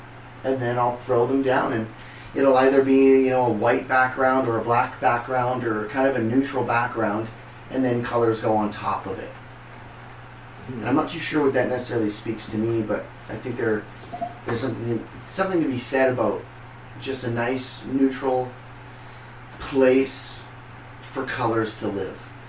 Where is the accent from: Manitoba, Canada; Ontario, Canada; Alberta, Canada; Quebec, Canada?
Alberta, Canada; Edmonton; I'm from Edmonton originally.